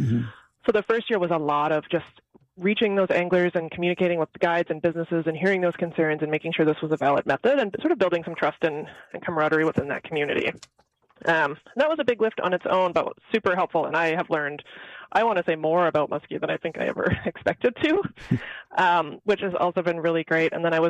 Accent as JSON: {"language": "English", "region": "Ontario", "country": "Canada", "tie": "born or raised there", "said": "I'm actually Canadian. Yeah, I picked up on that, yeah. Yeah. So I grew up in the Great Lakes, a small little town on Manitoulin Island in the north shore of Lake Huron."}